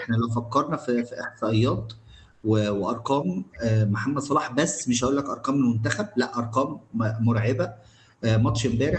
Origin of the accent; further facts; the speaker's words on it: Egypt; أنا شخصيا كمصري وكعربي وكأفريقي